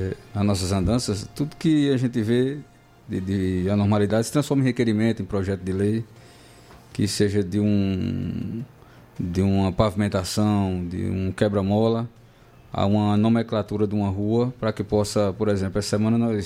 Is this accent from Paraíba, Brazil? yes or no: yes; Campina Grande, Paraíba, Brazil; born or raised there